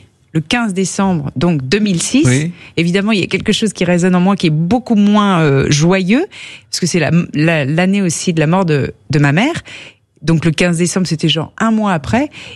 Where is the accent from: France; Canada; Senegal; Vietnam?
France; Paris, Île-de-France; also born or lived in Cannes; moi j'ai vécu en France, à Paris, et c'est vrai, je suis née à Cannes et je connais bien Cannes parce que ma grand-mère y habitait et on y allait tout le temps.